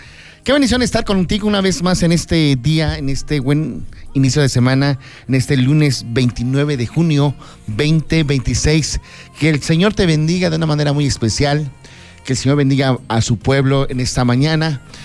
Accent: Mexico; Spanish is a second language; Nosotros como mexicanos

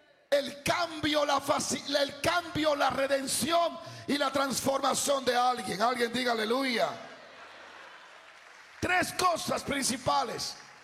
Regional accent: Dominican Republic; porque como los dominicanos gritamos tan fuerte, yo dije, yo creo que todo este es la parte mía.

